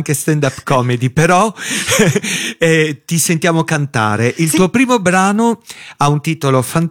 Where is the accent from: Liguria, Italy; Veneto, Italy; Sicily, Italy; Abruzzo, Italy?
Sicily, Italy; Sono siciliano